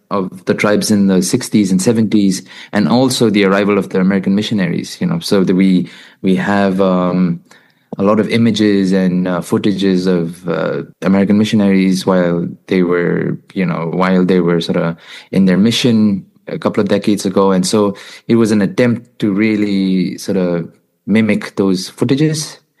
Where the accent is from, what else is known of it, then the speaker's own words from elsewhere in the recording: Nagaland, India; I am from India, from the northeastern part of India, a small state and an indigenous region called Nagaland.